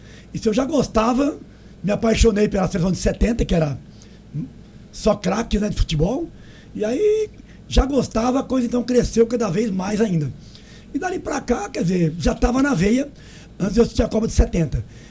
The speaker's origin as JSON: {"language": "Portuguese", "town": "Monte Alto", "region": "São Paulo", "country": "Brazil", "tie": "born there", "also_born_or_lived": "Votuporanga, São Paulo, Brazil", "said": "eu sou nascido em Votuporanga, você já frisou. Eu nasci em 61, vim para Monte Alto mais ou menos em 69, e quase na Copa de 70"}